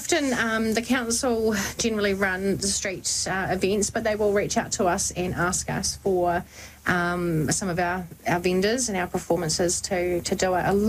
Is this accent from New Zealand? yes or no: yes; New Zealand; You know, being a New Zealander, you are ethnic.